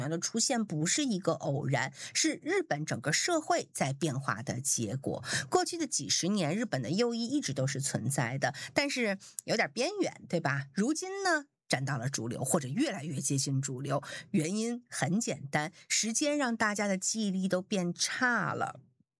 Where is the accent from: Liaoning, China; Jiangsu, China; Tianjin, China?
Tianjin, China; 跟我们天津话叫做话话巴巴